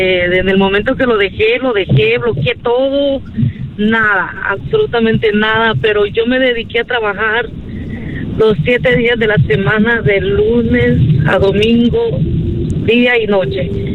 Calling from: Los Angeles, California, United States; aquí voy pasando el Thomas Bridge de San Pedro

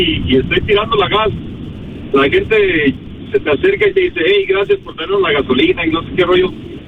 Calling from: Los Angeles, California, United States; De aquí de Sherman Oaks.

